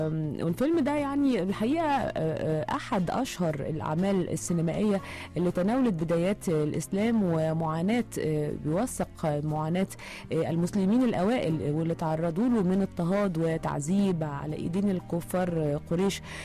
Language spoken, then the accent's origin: Arabic; Egypt; فتبني معاه شخصيتك كمصري ثم كعربي